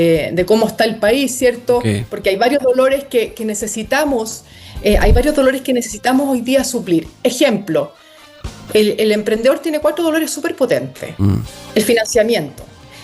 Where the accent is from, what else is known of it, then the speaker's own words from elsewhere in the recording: La Calera, Valparaíso, Chile; yo, por ejemplo, soy de La Calera.